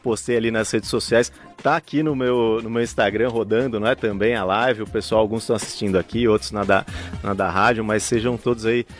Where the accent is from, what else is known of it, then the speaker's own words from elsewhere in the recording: São Paulo, Brazil; Hoje em dia moro na Zona Sul, mas morei em Santana a vida inteira.